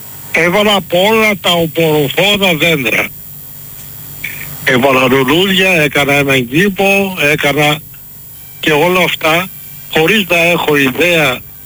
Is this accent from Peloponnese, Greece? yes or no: no; Thessaloniki, Central Macedonia, Greece; moved away as an adult; now in Michaniona, Greece; Είμαι Θεσσαλονικιός, παιδί του Βαρδαρίου. Βρέθηκα όμως στη Μηχανιώνα λόγω Συνδίου.